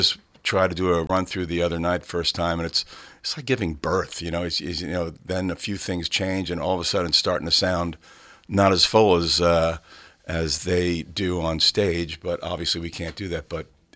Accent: New York, United States; Yeah, well, growing up on Long Island, South Shore, as you said in the you know, beforehand, you know, like … from around that area.

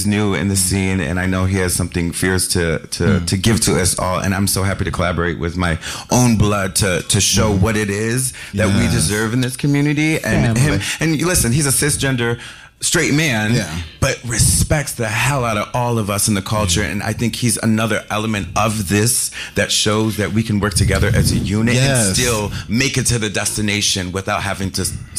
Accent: Rochester, New York, United States; now in Brooklyn, United States; I'm from Rochester, right? I'm from upstate New York. I know, gag the girls.

